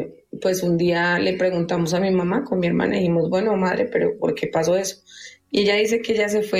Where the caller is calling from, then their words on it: Tocancipá, Cundinamarca, Colombia; De Tocancipá.